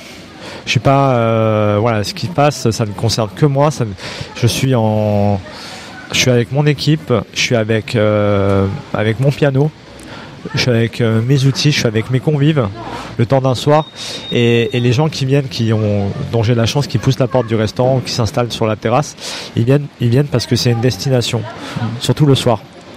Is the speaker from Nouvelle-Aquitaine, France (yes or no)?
no; Lyon, Auvergne-Rhône-Alpes, France; Je suis lyonnais, je suis très fier de l'être, je suis très chauvin par définition.